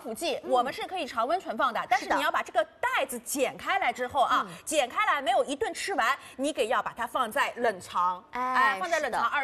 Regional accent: Shanghai, China

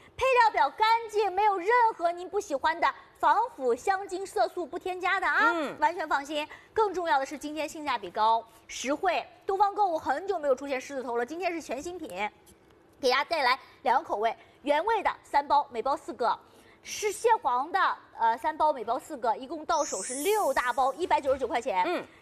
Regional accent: Shanghai, China; 我们上海人很喜欢的

